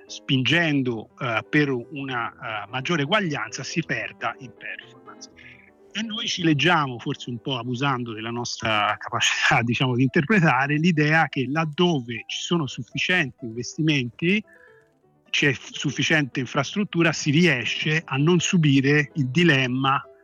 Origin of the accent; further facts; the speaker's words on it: Florence, Tuscany, Italy; io sono diciamo insegno a Firenze, sono di Firenze